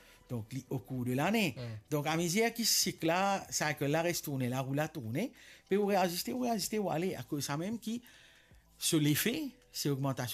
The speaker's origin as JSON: {"language": "French", "country": "Mauritius", "said": "Moi, j'adore mon pays, tous les coins de l'île Maurice"}